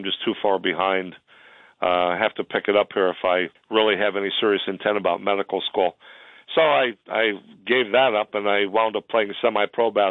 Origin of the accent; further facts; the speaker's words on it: Wilkes-Barre, Pennsylvania, United States; moved away as an adult; I spent the first 25 years of my life in Wilkes-Barre. I grew up on the Heights. I went to Marymount grade school and high school.